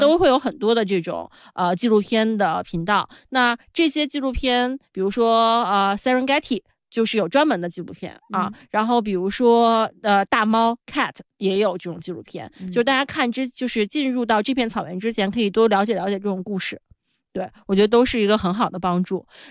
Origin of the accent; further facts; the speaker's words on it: China; 我们中国人